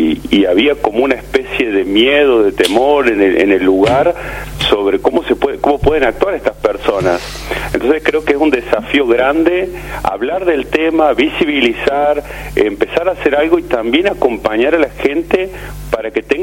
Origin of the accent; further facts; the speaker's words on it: Villa Valeria, Córdoba, Argentina; pero hoy me toca a mí luchar para que en mi pueblo hoy de Villa Valeria no exista droga